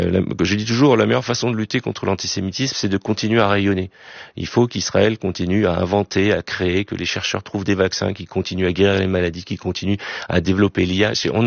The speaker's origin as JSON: {"language": "French", "country": "France", "said": "Je suis français, juif d'abord. Même si depuis quelque temps on me parle souvent sous le prisme de ma judéité, je suis français avant tout. J'ai une attache avec Israël, comme beaucoup de juifs"}